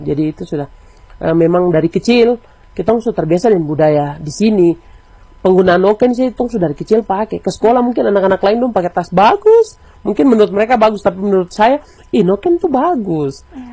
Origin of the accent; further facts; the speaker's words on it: Wamena, Highland Papua, Indonesia; Saya pasti Wamena lah. Saya lahir dan besar di sini, cuaca dan segala macam tong sudah terbiasa dan di sini.